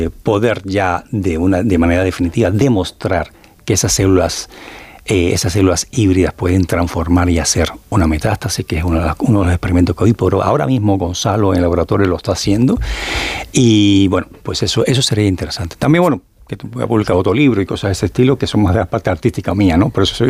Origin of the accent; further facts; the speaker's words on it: Cuba; es mi país, de hecho, ¿no? Pero como buen cubano me encanta el ballet.